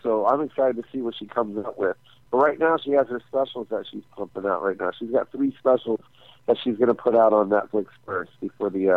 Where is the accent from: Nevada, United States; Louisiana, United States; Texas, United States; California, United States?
Nevada, United States; Las Vegas; And then that's my hometown, too, so.